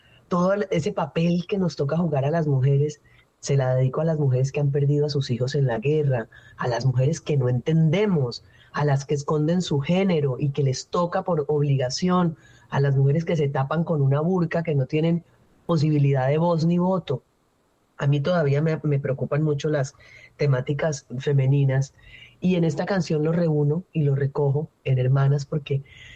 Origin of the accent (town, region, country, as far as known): Ginebra, Valle del Cauca, Colombia